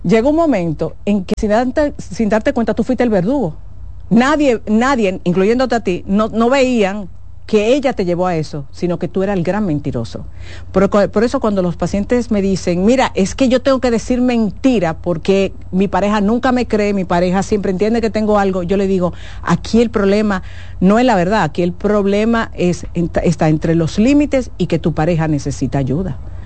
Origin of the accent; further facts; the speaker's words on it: Dominican Republic; los dominicanos engañamos mucho.